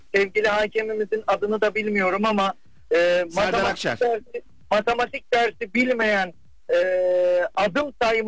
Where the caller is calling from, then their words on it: Istanbul, Turkey; İstanbul'dan